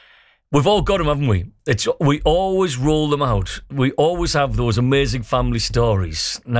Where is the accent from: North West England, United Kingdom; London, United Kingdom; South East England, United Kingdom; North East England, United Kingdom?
North East England, United Kingdom; Trimdon Village; I'm from Trimlin Village, County Durham.